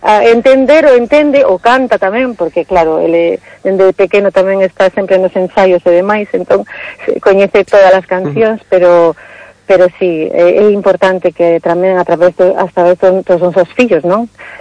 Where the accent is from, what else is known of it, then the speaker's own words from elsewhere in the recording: Brussels, Brussels-Capital Region, Belgium; cando decimos somos de Bruselas e nacimos en Bruselas